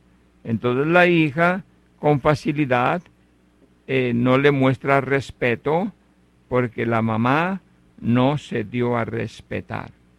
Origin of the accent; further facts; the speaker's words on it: Mexico; para uno como mexicano